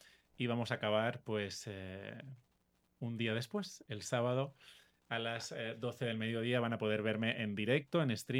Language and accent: Spanish; Spain; yo soy español